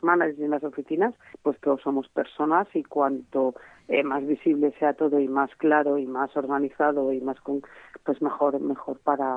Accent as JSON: {"language": "Spanish", "town": "Segorbe", "region": "Valencian Community", "country": "Spain", "also_born_or_lived": "London", "moved": "as an adult", "said": "que yo soy de Segorbe, de Castellón"}